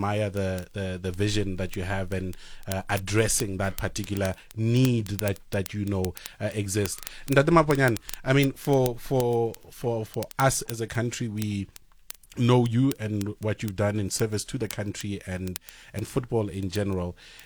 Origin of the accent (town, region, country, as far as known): Pretoria, Gauteng, South Africa; born or raised there; also born or lived in Cape Town